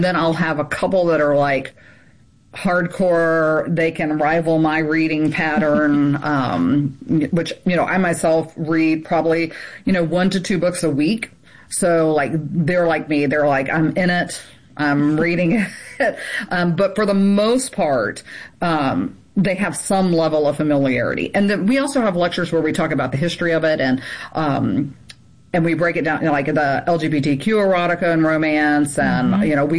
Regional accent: Louisiana, United States; I came from an extremely open background, which is really odd considering I'm from Deep South Louisiana

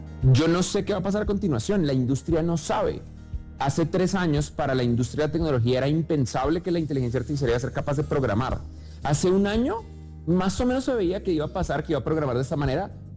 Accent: Colombia; now in United States; Y pues uno sigue siendo más colombiano que gringo.

